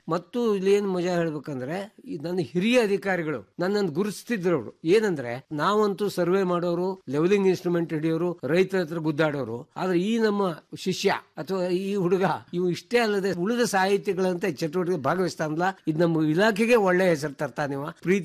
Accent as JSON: {"language": "Kannada", "town": "Manjuguni", "region": "Karnataka", "country": "India", "tie": "born or raised there", "said": "ನಾನು ಮೂಲತಃ ಉತ್ತರ ಕನ್ನಡ ಜಿಲ್ಲೆಯ ಶಿರಸಿಯ ಅಲ್ಲಿಯ ಶ್ರೀಕ್ಷೇತ್ರ ಮಂಜುಗುಣಿಯವನು."}